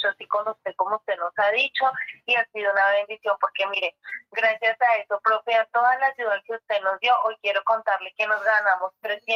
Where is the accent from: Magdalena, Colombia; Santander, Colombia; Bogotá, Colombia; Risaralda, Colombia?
Bogotá, Colombia; now in Tenjo, Colombia; Sí, señor, paciente, soy de Bogotá.